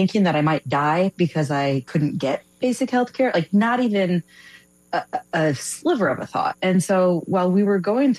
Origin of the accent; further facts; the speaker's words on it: Fort Wayne, Indiana, United States; now in Austin, United States; I do live in Texas, but I do just want to shout out. I grew up in Indiana, so fellow Midwestern up in here.